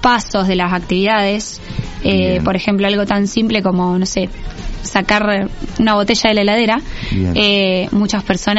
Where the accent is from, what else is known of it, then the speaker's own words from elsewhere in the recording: Punta Alta, Buenos Aires Province, Argentina; Nací en Punta Alta.